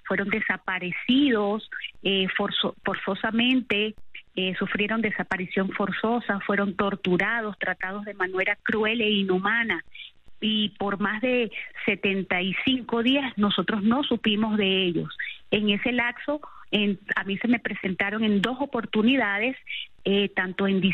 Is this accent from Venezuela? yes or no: yes; Venezuela; quienes realmente estamos en el medio somos los venezolanos